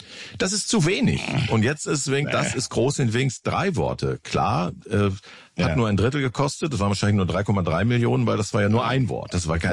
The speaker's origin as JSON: {"language": "German", "region": "North Rhine-Westphalia", "country": "Germany", "said": "Nein, ich komme ja aus Ostwestfalen"}